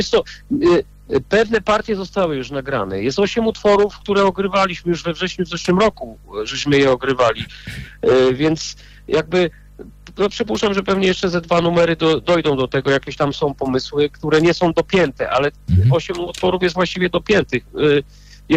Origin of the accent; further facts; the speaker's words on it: Bochnia, Lesser Poland, Poland; ja akurat jestem z Bochni